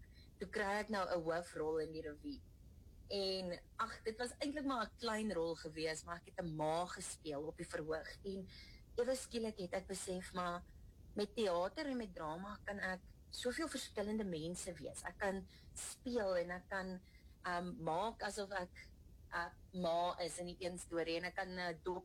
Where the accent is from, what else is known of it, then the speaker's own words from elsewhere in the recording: Muldersdrift, Gauteng, South Africa; maar voor dit het ek maar op 'n plot in Mildersdrif groot geword. Ek was maar 'n plotkind, kaalvoet in die bos rondgehol.